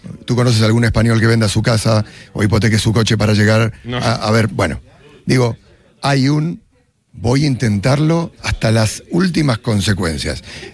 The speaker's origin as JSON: {"language": "Spanish", "country": "Argentina", "said": "Yo, como argentino, lo veo súper igualado, súper igualado."}